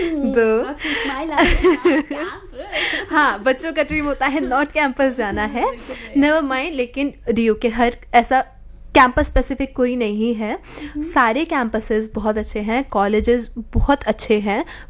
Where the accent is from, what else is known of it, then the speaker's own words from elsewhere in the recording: Mathura, Uttar Pradesh, India; moved away as an adult; now in Delhi, India; मैं मथुरा से हेल करती हूँ